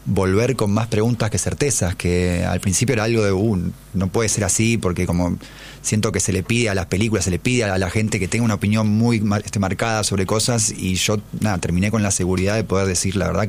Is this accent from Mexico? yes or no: no; Argentina; me parece que es lo único que nos une así como argentinos en todo sentido